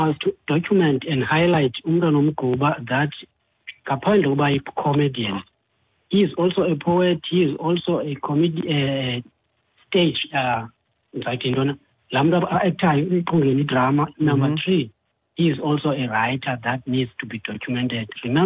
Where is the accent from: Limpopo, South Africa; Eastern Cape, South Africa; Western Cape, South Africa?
Eastern Cape, South Africa; Port St. Johns; I'm from Port St. John's.